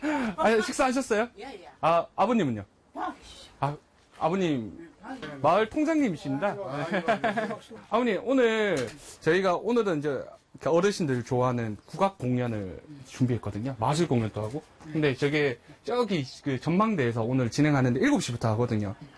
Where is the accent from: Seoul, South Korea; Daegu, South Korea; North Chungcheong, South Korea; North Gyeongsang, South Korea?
North Gyeongsang, South Korea; Yeongju; 여기서 태어나서 학창시절까지 여기서 자랐고 한 10년 정도 이제 타지에 대도시에 나가서 있다가 이제 재작년에 영주도 돌아왔는데